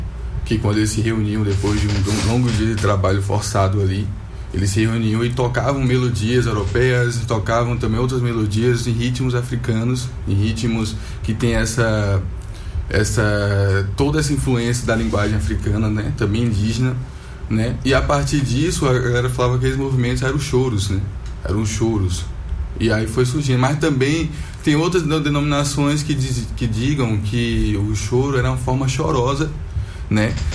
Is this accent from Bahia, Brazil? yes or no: yes; Macaúbas, Bahia, Brazil; sou do interior, sou de Macaúas, daqui de lá perto de Barreiras, né? É longe.